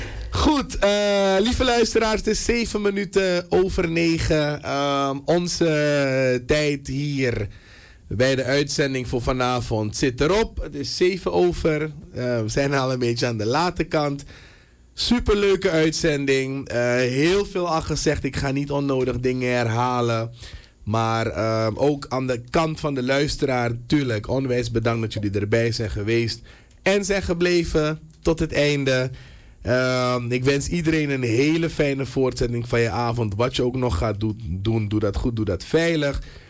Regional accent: Suriname; Als Surinamer of als mens.

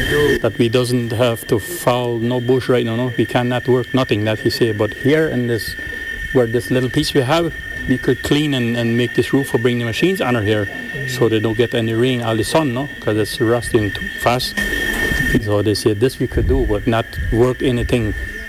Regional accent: Belize; The Bolivians was here before, you know. But we are from Belize, we are the first groups.

